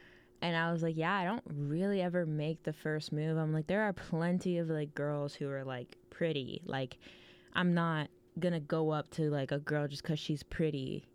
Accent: Frisco, Texas, United States; now in Austin, United States; I'm from Frisco

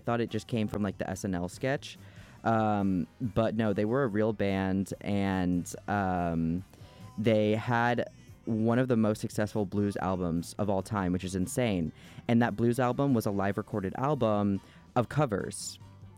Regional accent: Louisiana, United States; I'm Cajun

